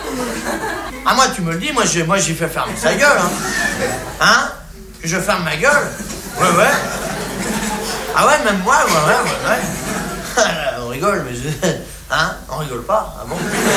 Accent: France; Les français, c'est des cons, oui, ben, je suis bien placé, hein, je suis français.

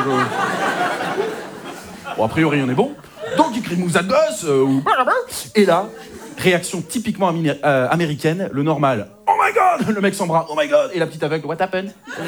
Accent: Hauts-de-France, France

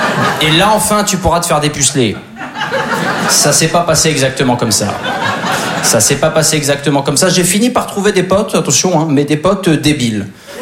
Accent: Normandy, France; Alors moi je suis originaire de Basse-Normandie.

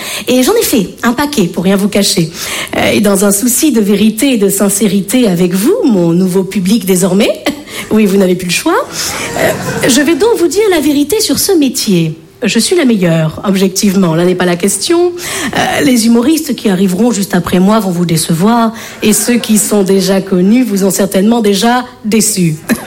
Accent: Bordeaux, Nouvelle-Aquitaine, France; now in Paris, France; je viens de Bordeaux.

